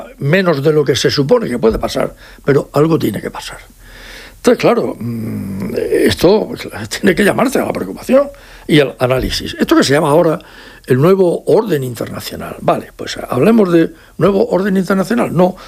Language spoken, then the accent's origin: Spanish; Region of Murcia, Spain; Esto es lo que a mí me preocupa como español y como murciano también.